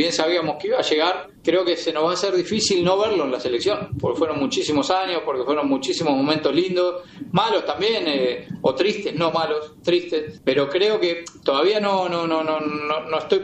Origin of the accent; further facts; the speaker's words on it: Argentina; Lo único que como argentino le deseamos es que sea feliz